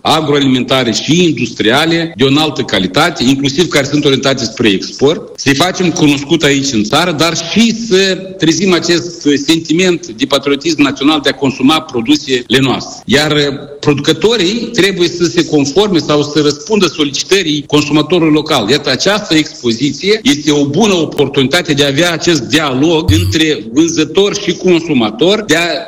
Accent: Moldova

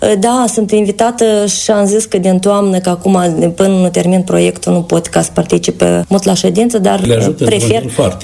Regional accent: Moldova; sunt o patriotă născută, nu mă regăsesc în altă parte, decât chiar nu mă regăsesc în altă localitate din Republica Moldova.

